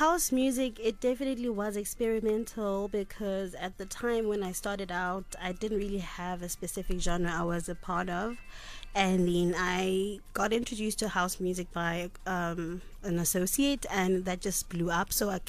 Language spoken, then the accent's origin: English; Soweto, Gauteng, South Africa; who grew up in the township in Soweto, born and bred in South Africa